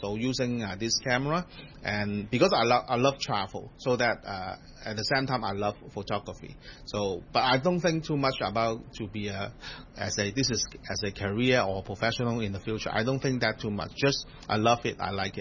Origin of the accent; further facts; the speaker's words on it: Kwun Tong, Kowloon, Hong Kong; English is a second language; So, I am 43 years old now. So, I was born in Hong Kong. But after graduating from the secondary school, I went to Australia to study for almost a year.